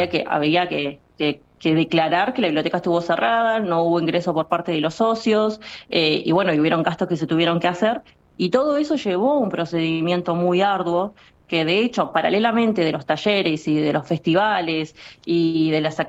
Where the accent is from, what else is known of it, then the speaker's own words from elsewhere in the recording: Río Grande, Tierra del Fuego, Argentina; somos fueguinas, nacimos y nos criamos y vivimos en Río Grande